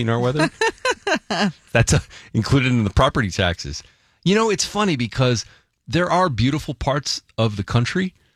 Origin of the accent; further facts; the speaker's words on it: Salinas Valley, California, United States; I grew up in the Salinas Valley